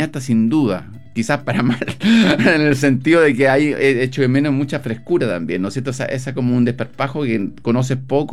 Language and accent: Spanish; Chile